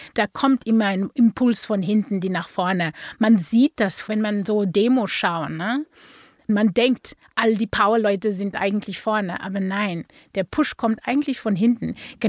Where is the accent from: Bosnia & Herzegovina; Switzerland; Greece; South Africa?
South Africa; Südafrika komme. Und unsere Demokratie ist sehr jung. Dieses Jahr, glaube ich, sind 32 Jahre alt, ist mein Heimatland Demokratie.